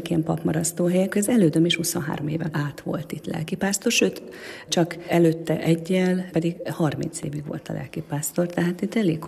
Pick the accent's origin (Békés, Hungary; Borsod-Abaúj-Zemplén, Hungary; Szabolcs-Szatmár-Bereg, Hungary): Borsod-Abaúj-Zemplén, Hungary; now in Hangács, Hungary; én egyébként Borsod-Gömöri vagyok